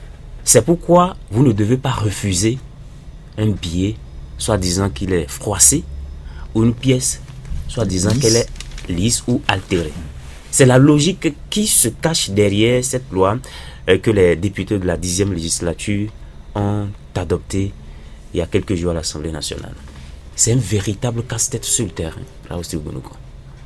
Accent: Benin; bravo à ces filles-là qui sont en train de nous rendre heureux en tant que Béninois

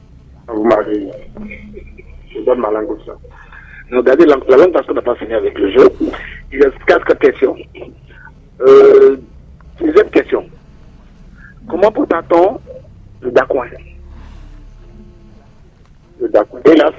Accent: Grand-Popo, Mono, Benin; oh, malheureusement que je suis dans le nord, ma femme ne sait pas préparer, c'est le dakwin, je suis du Grand Popo.

